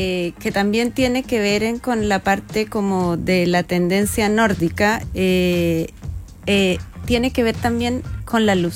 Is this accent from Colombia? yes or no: yes; Colombia; now in Santiago, Chile; yo soy colombiana y aquí en Chile